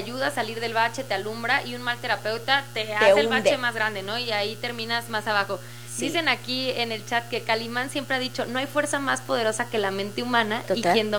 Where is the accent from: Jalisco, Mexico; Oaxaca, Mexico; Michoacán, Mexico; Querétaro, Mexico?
Oaxaca, Mexico; Huatulco; yo crecí en Huatulco, Oaxaca, en Bahías de Huatulco.